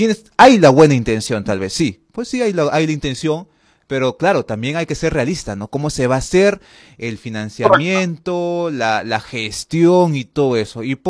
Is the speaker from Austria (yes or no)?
no; Peru; yo como votante, como peruano